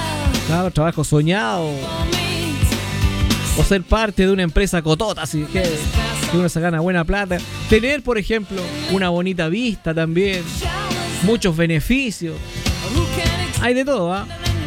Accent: Chile

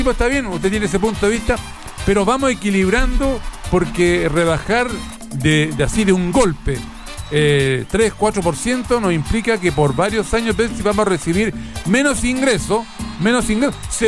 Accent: Antofagasta, Chile

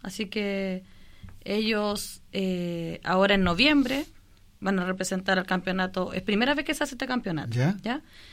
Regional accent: Quinta de Tilco, O'Higgins, Chile; si bien somos de Quinta, pero vamos a representar al Región de O'Higgins.

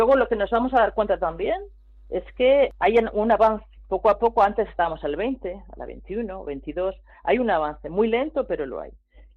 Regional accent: Spain; now in France; Soy española

